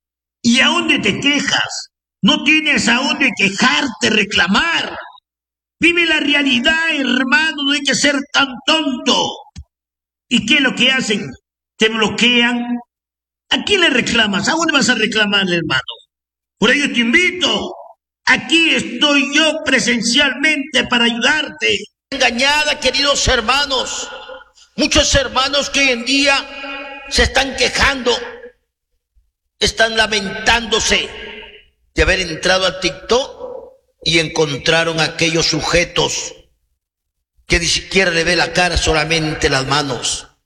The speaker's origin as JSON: {"language": "Spanish", "town": "Huancabamba", "region": "Piura", "country": "Peru", "said": "que vengo de la Guaringa de Huancabamba."}